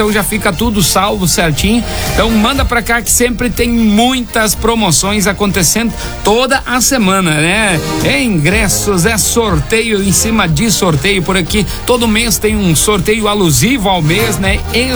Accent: Rio Grande do Sul, Brazil; Somos gaúchos também, né? Somos aí descendentes da alemães, né? Mas também somos gaúchos aqui do Rio Grande do Sul, tchê!

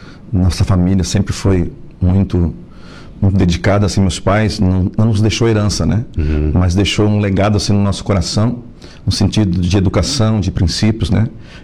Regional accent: Meleiro, Santa Catarina, Brazil; Então, eu sou da cidade de Meleiro, né? Meus pais vivem até hoje lá.

